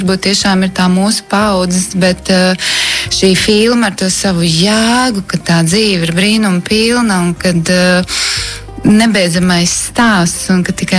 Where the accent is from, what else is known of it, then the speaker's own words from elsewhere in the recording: Talsi, Talsi Municipality, Latvia; no Talsiem, no Kurzemes.